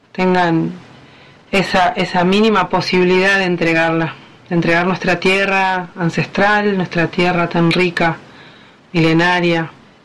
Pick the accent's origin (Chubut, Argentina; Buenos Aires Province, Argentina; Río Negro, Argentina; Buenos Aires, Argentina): Chubut, Argentina; Comodoro Rivadavia; Nacida y criada en la ciudad de Comodoro Rivadavia, con un linaje que viajó desde Neuquén hasta Comodoro. Mi abuela neuquina, mi madre neuquina, mi papá chubutense.